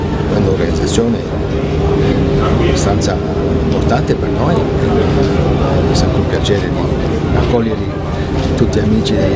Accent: Monaco

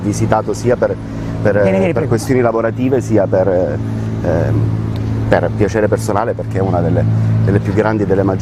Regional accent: Palermo, Sicily, Italy

